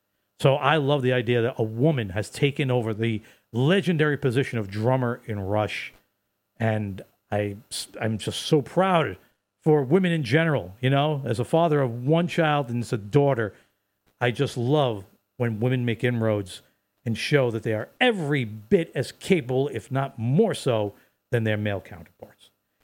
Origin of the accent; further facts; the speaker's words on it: New York City, New York, United States; my hometown of Brooklyn